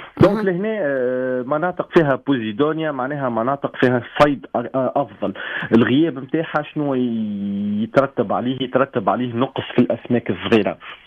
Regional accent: Tunisia; احنا في تونس

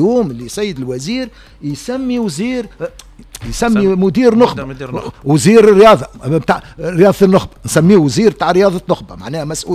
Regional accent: Tunisia; احنا عندنا في تونس

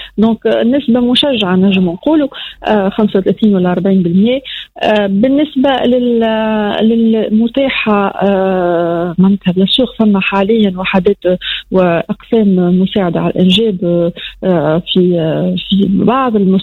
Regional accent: Tunisia; ربي يحفظ لنا بلادنا تونس

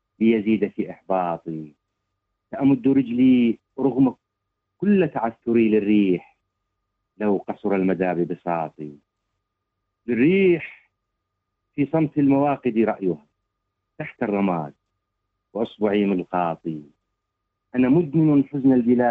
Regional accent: Syria; عندنا في سوريا

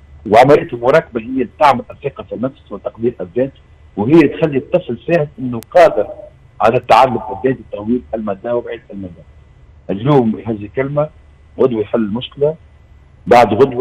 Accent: Tunisia; اللي عندنا في تونس

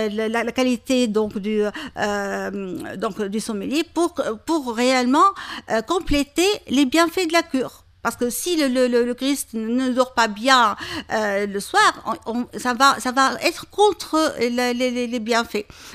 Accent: Tunisia; Et là, c'est un plus chez nous en Tunisie. On a ce sens d'empathie et surtout d'écoute et de convivialité.

